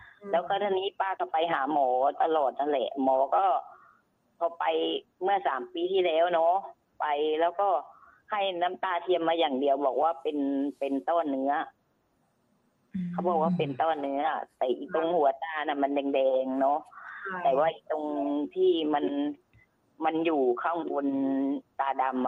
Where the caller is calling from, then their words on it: Bangkok, Thailand; ป้าอยู่ที่กรุงเทพนี่แหละลูก